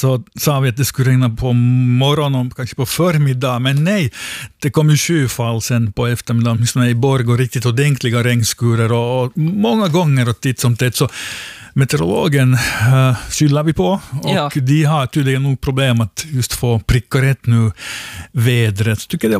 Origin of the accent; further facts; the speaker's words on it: Finland; Vi har ett fint stort hav, vi har kust, vi har, det som vi finlandssvenskar är så glada över, skärgård och allt det här.